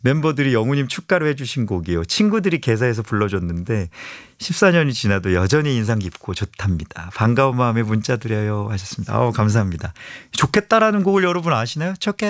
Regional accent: Busan, South Korea; 저도 부산 사람인데.

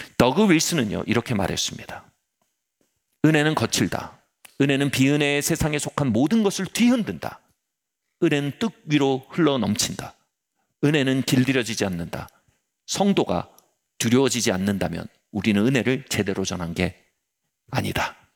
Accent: South Korea; 나는 한국에서 온 대학생입니다.

